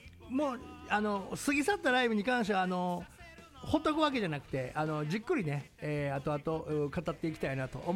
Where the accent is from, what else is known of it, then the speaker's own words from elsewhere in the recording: Kyoto, Japan; 地元京都